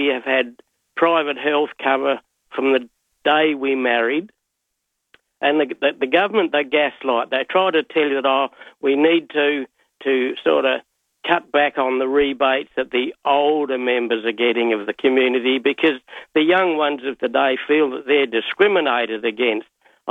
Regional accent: Berri, South Australia, Australia; I grew up in Berry, and we had the Murray Line drive-in up there.

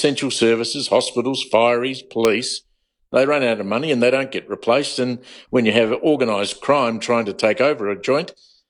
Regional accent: South Australia, Australia; born there; also born or lived in Sydney; now in Melbourne, Australia; as you know, I'm South Australian born, but I have lived here for a very long time and in Sydney.

